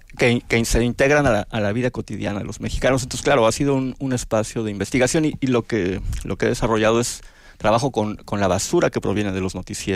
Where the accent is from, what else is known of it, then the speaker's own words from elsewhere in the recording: Mexico City, Mexico; born there; Yo sí, nací en Ciudad de México y pensé que estaba desarrollando una tesis que nunca terminé.